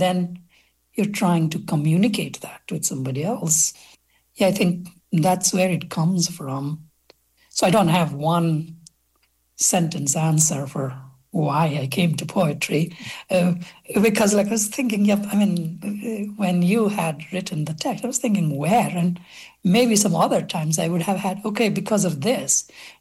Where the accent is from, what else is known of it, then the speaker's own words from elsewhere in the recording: Nepal; first language Nepali; English is a second language; I write in Nepali, which is my first language, and that's where I started writing my poetry initially and had published my first book.